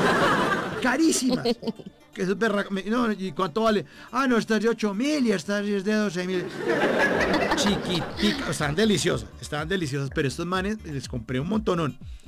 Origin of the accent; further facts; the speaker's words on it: Bogotá, Colombia; now in Medellín, Colombia; yo, que soy Rolo … yo vivo en Medellín, de hecho, yo vivo en Medellín.